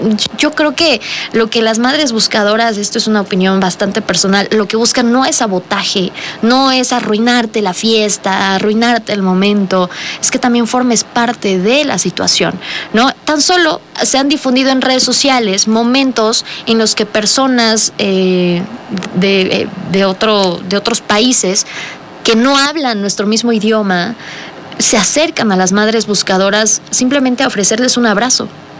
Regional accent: Mexico; nosotros como mexicanos

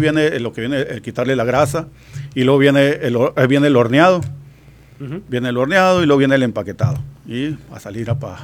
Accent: Ciudad Obregón, Sonora, Mexico; now in Mexicali, Mexico; de ahí es donde sale la carne seca Jiménez. Originario de Ciudad Obregón, llegamos aquí a Mexicali hace 15, 16 años

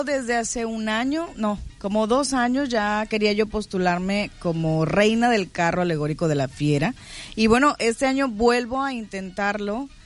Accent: Veracruz, Mexico; al final soy veracruzana

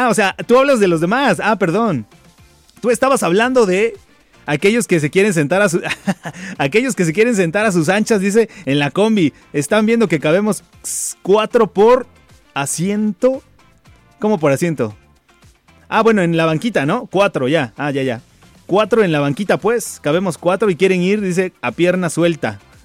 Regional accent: Mexico

